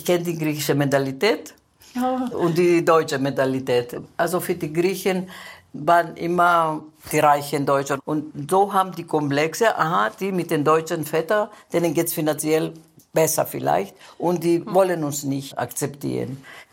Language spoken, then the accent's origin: German; Munich, Bavaria, Germany; Also meine Heimat ist München, ich fühle mich als Münchnerin und mein Dorf, wo ich geboren bin.